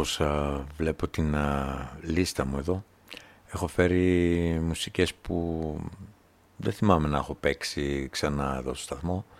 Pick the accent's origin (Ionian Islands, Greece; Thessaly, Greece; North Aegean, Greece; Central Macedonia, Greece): Central Macedonia, Greece; Serres; moved away; σε ένα ραδιοσταθμό στην πόλη μου, την Σέρες.